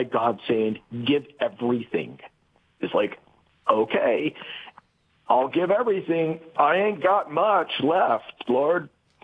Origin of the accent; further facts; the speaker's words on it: Louisiana, United States; moved away as an adult; also born or lived in Steubenville, Ohio; So I grew up in Louisiana.